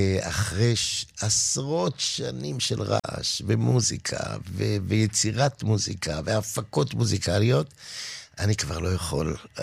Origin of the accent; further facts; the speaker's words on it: Givatayim, Tel Aviv District, Israel; אני גדלתי עם ראש אחר לחלוטין, ואהבתי את הכרם, איפה שהסבתא שלי והבני דודים שלי, וכמובן גבעתיים, שהייתה העיר מדהימה לגדול בה.